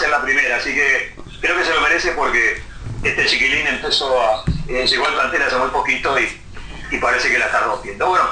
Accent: Uruguay; De todos los 3 millones y pico de habitantes que somos en Uruguay

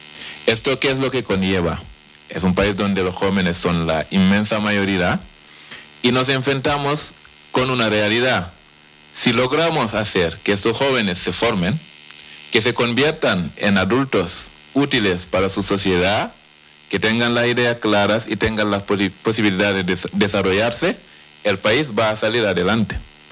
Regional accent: Senegal

